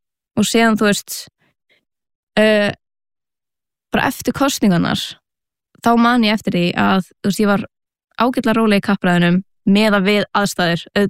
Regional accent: Reykjavík, Capital Region, Iceland; ég ólst upp eða fættist í Reykjavík og haf alltaf búið hér bjó fyrstu 7 ár æfuminar á Baldurskötunni neyri bæ og svona miðbæjar barn, mjög típist miðbæjar barn

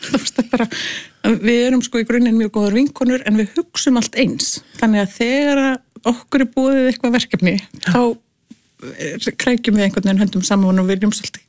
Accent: Reykjavík, Capital Region, Iceland; Já, svo ég er hérna alinn upp í Hamrahverfinu. Já. Hérna er Reykjavík

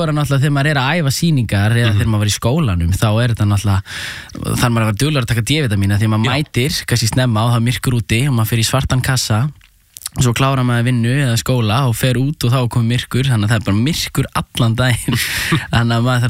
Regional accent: Reykjavík, Capital Region, Iceland; ég ólst upp í hérna í Árbænum, fyrst í Norlingaholtinu og svo í Ártúninu var í Árbæðaskóla

